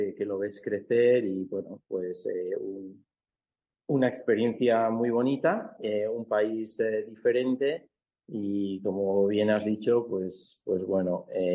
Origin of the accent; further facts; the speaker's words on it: San Sebastián, Basque Country, Spain; moved away as an adult; now in Singapore; yo soy, bueno, soy de San Sebastián, me dedico al mundo de la hostelería, bueno, soy cocinero, como buen Donostiarra